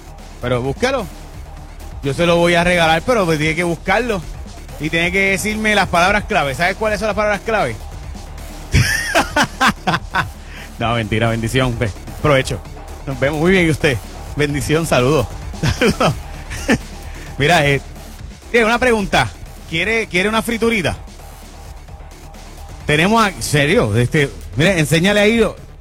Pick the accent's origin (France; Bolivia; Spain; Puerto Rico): Puerto Rico; San Lorenzo; yo soy de San Lorenzo, así que siempre ha sido mi vecino. ¿Cómo están? Y yo soy de Jaguar, de San Lorenzo, para ser exacto